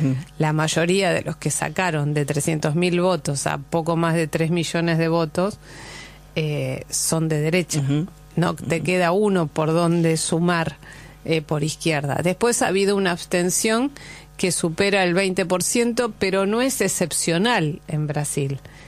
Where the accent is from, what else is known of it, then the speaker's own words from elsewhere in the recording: Argentina; avergüenza a uno como argentino